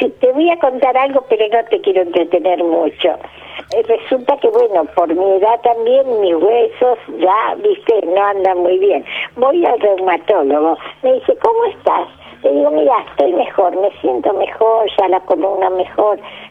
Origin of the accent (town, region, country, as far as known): Mar del Plata, Buenos Aires Province, Argentina